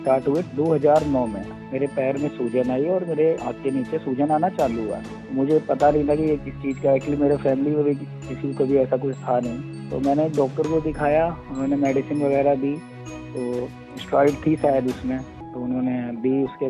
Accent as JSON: {"language": "Hindi", "town": "Kanpur", "region": "Uttar Pradesh", "country": "India", "tie": "born or raised there", "said": "मेरा जन्म कानपुर में ही हुआ है और मैं कानपुर उत्तर प्रदेश से ही रहने वाला हूँ और वहीं पे मेरा जन्म हुआ है।"}